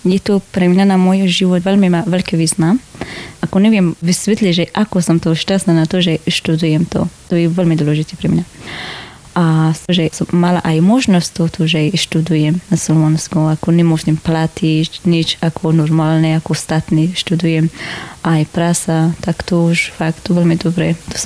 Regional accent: Baghlan, Afghanistan; Slovak is a second language; moved away as an adult; also born or lived in Kabul; now in Košice, Slovakia; Ja som originálne z Baghlan, to sa volá, provincia. A teraz tak momentálne bývame vo Kabul, hlavné mesto.

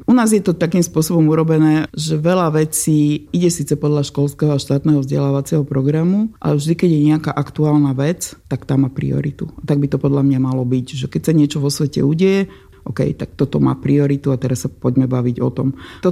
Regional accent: Dubnica nad Váhom, Trenčín Region, Slovakia; hoci sme z Dubnice

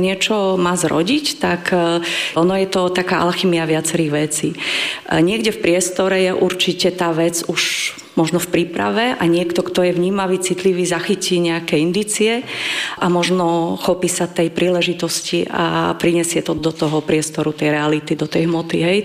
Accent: Bratislava, Bratislava Region, Slovakia; born there; moved away as an adult; also born or lived in Prague / Brno / Ústí nad Labem / Liptovský Mikuláš; now in Poprad, Slovakia; Máme dom v Liptovskom Mikuláši, takže nie som až tak vzdialená, aj keď som rodená Bratislavčanka. A tá cesta bola trošku kľukatá cez Prahu, Brno, Ústí nad Labem, Bratislavu.

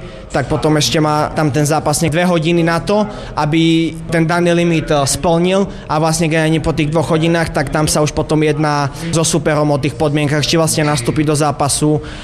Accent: Levoča, Prešov Region, Slovakia; mám 22 rokov, bojujem vo váhe do 61 kg a pochádzam z Levoče.

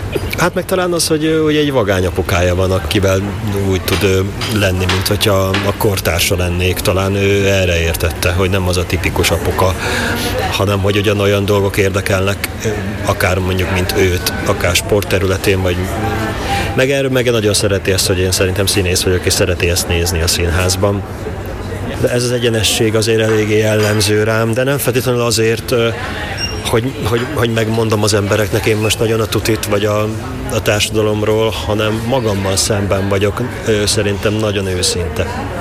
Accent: Nové Zámky, Nitra Region, Slovakia; moved away as an adult; now in Budapest, Hungary; én újvári vagyok, hát felvidéki vagyok, igen. Tehát, hogy az van. Sosem leszek budapesti, mert itt nincsenek gyökereim, tehát nekem ott vannak gyökereim, attól még, hogy most nem lakik ott, nem laknak ott a szüleim, attól még én újvári vagyok.

